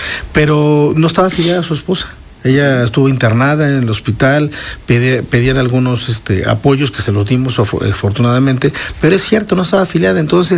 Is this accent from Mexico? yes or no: yes; Mexico; como buenos mexicanos somos, y me incluyo también